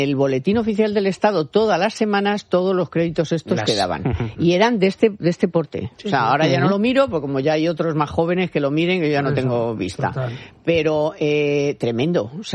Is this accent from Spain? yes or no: yes; Miraflores de la Sierra, Community of Madrid, Spain; yo desde la plaza de mi pueblo, claro, sí, de Miraflores de la Sierra, todos ahí apoyando a la selección.